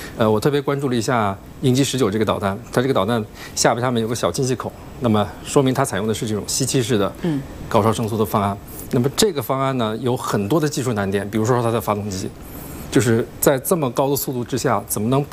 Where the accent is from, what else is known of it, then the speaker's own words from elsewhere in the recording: China; 我们中国人